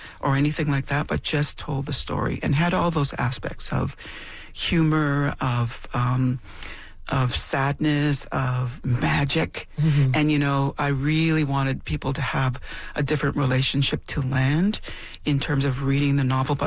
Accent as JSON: {"language": "English", "town": "Temagami", "region": "Ontario", "country": "Canada", "tie": "born or raised there", "said": "When I grew up in Tomogamy, in Northern Ontario"}